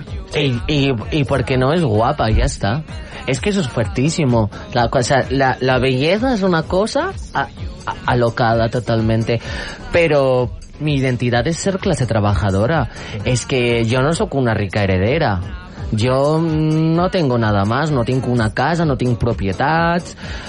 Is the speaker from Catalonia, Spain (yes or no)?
no; Magaluf, Balearic Islands, Spain; Jo venc de Magaluf.